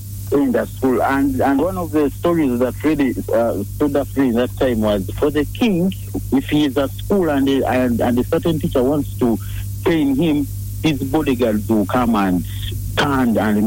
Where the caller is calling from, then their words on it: Matugga, Central Region, Uganda; I'm calling from Matuga.